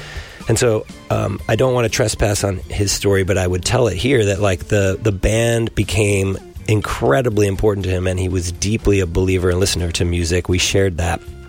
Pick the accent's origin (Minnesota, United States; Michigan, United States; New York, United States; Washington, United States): New York, United States; I'm 52 years old. You were the same age. You grew up in Baltimore. I grew up in New York.